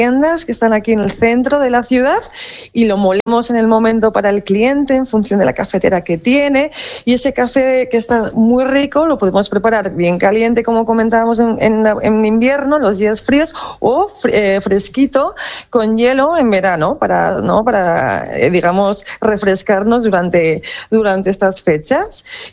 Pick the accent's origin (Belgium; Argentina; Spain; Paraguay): Spain; Vitoria, Basque Country; Sí, al final nosotros también somos de Vitoria. Nosotros somos blusas, somos nescas, salimos en cuadrillas, sabemos lo que es fiestas de Vitoria